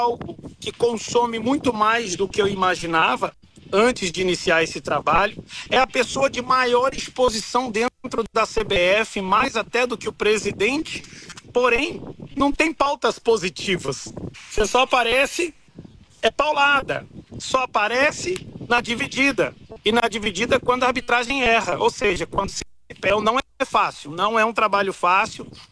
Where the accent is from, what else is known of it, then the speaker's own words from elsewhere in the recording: Brazil; born there; also born or lived in United States; Eu me mudei dos Estados Unidos para o Brasil, voltei para o meu país, né? Meu país natal, é a minha nação, meu país que eu amo, mas eu estava nos Estados Unidos a trabalho, estava 8 anos já.